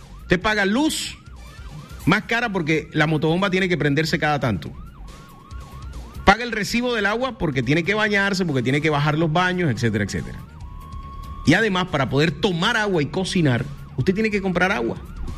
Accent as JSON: {"language": "Spanish", "town": "Santa Marta", "region": "Magdalena", "country": "Colombia", "tie": "born or raised there", "said": "yo nací en Los Almendros, yo sé de qué estoy hablando. Yo me crié en un barrio en el que tocaba hacer huecos en la madrugada cerca al tubo madre para poder, cuando llegara el poquito de agua, tirar unos baldes para poder uno ir a bañarse para ir al colegio."}